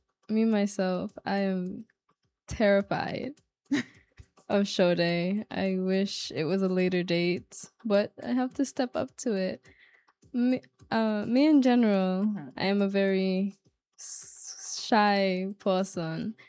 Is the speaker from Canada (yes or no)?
yes; Canada; also born or lived in Saint Vincent and the Grenadines; I am originally from St. Vincent, the Grenadines. I just grew up in Canada.